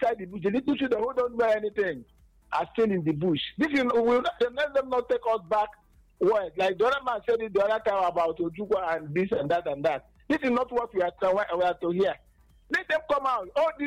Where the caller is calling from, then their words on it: Enugu, Enugu State, Nigeria; I'm from Enugu.